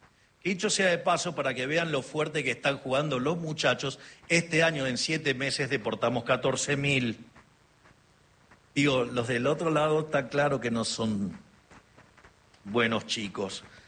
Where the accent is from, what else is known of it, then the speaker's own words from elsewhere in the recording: Argentina; nosotros que somos tan argentinos, la argentinidad del paro y todas esas cosas